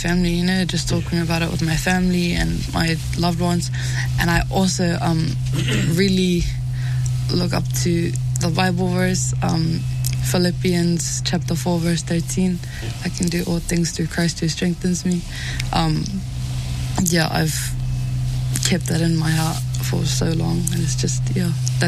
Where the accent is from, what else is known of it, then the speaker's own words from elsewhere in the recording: Salailua, Samoa; now in New Zealand; I am 13 years old. I am a Samoan European, aka Afakasi, guys. I am from Siuta Salailua and Sa Po'oi Falealili.